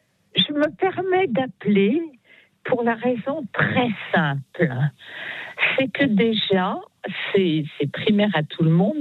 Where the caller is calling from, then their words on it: Levallois-Perret, Île-de-France, France; Moi, je vis à Levallois.